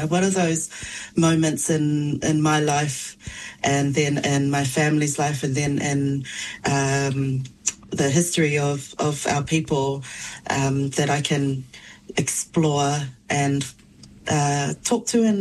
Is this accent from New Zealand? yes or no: yes; Wellington, New Zealand; also born or lived in Samoa; Yes, I was born in Samoa and then raised in Te Whanganui Atara in Kilburnie in Wellington. And my family is from Whale Alupo, Satupaitea, in Sawa'i and Malaila.